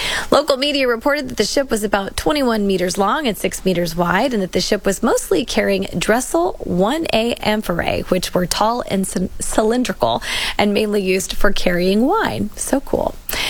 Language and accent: English; Dallas, Texas, United States; I'm from Dallas. Come on, Cowboys.